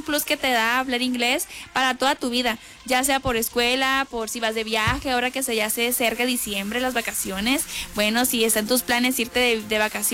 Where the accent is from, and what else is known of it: Mexico